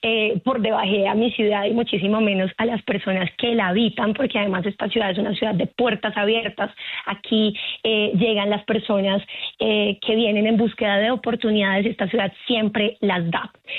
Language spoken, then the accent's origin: Spanish; Bogotá, Colombia; born there; Yo, si bien nací en Bogotá, Bogotá también tiene una cantidad de problemáticas y tiene la Colombia profunda de la que tanto hablamos.